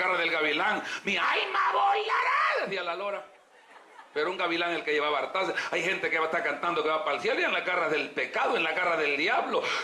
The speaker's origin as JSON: {"language": "Spanish", "country": "El Salvador", "tie": "born or raised there", "also_born_or_lived": "Honduras", "said": "Soy hondureño por nacimiento, de padres salvadoreños. Y soy salvadoreño por crecimiento."}